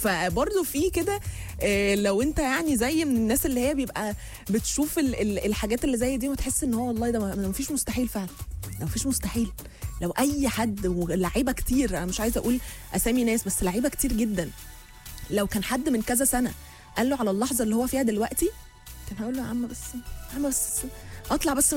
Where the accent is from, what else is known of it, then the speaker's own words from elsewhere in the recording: Egypt; على منتخبنا، على بلدنا، علينا احنا كمصريين، انه يلا يلا يلا يلا نفرح